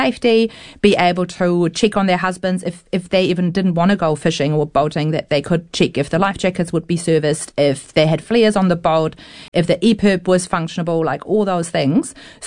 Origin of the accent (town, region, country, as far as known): Germany; English is a second language; moved away as an adult; now in New Zealand